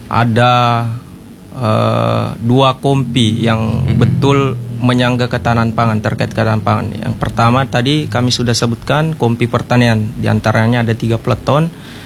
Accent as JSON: {"language": "Indonesian", "region": "Sulawesi", "country": "Indonesia", "said": "Kami orang Sulawesi"}